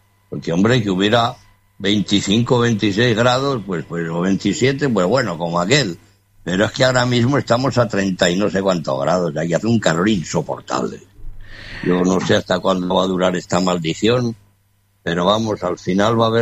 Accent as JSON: {"language": "Spanish", "region": "Asturias", "country": "Spain", "moved": "yes"}